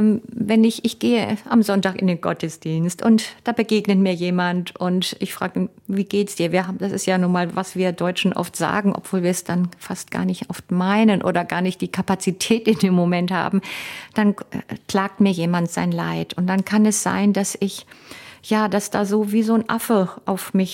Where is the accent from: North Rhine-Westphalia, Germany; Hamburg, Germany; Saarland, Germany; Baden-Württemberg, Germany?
North Rhine-Westphalia, Germany; Cologne; Ja, zum Beispiel für mich als Kind in Köln aufgewachsen, der Karneval, dass ich als Kind mich nicht verkleiden durfte, weil das war verpönt.